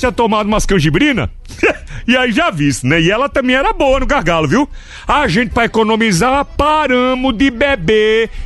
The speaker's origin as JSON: {"language": "Portuguese", "town": "Palmares", "region": "Pernambuco", "country": "Brazil", "tie": "born or raised there", "said": "Porque eu lembro minha terra, né? Palmares, Pernambuco, Nordeste. Lá é a terra."}